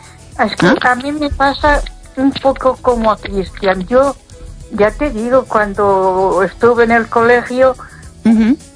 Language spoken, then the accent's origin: Spanish; Catalonia, Spain; Pero vivo en un sitio, yo creo que ya te lo dije, que si no eres de su círculo y saben que soy catalana, automáticamente ya no te aceptan, no.